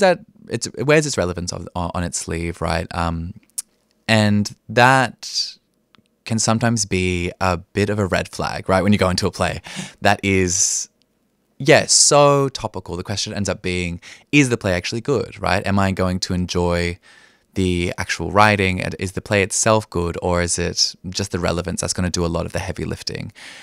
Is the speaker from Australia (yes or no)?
yes; Sydney, New South Wales, Australia; moved away; I'm originally from Sydney